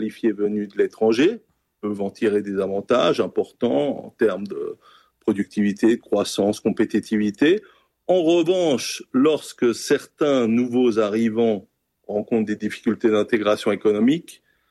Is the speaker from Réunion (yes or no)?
no; Switzerland; born there